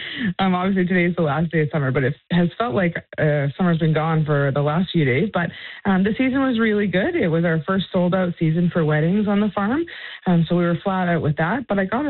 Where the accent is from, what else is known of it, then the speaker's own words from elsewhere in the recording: Vancouver Island, British Columbia, Canada; moved away as an adult; now in Cape Breton, Canada; I grew up on Vancouver Island